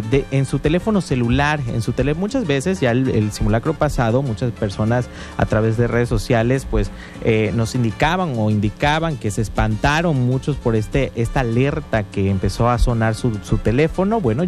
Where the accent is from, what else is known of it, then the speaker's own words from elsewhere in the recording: Mexico; lo orgulloso que somos de ser mexicano.